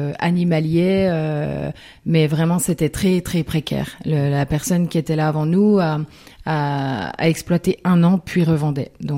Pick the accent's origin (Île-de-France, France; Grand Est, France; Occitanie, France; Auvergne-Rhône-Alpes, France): Grand Est, France; moved away as an adult; now in Le Vernet, France; Alors, moi, je viens tout droit du département des Vosges, où j'ai grandi dans une fratrie de 5 enfants, où j'ai eu une enfance tout à fait ordinaire.